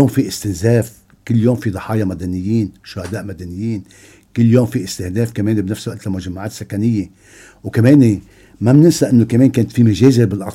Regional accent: Lebanon; أنا كلبناني

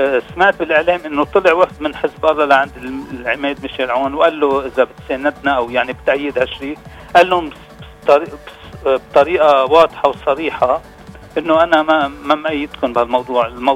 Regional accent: Lebanon; طبعا أنا كلبناني

